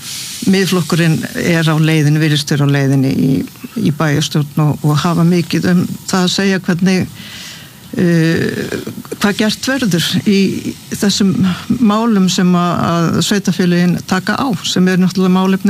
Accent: Suðurnesjabær, Southern Peninsula, Iceland; Að samfylkingin vann sigur í Suðurnesjabæ, mínum heimabæ

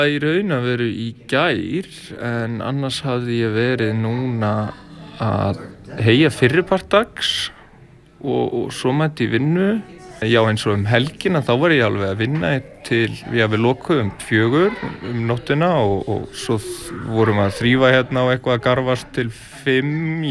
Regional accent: Hjalteyri, Northeastern Region, Iceland; Já, ég er frá Ytribakka við Hjalteyri. Raunar jörð sem liggur alveg að Hjalteyrinu.

